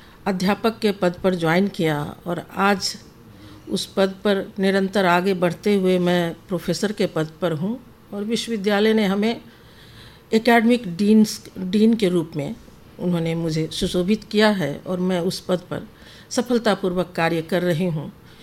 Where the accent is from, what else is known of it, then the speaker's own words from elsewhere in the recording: Madhubani, Bihar, India; now in Darbhanga, India; मैं यहाँ रहने वाली तो मधुबनी की हूँ।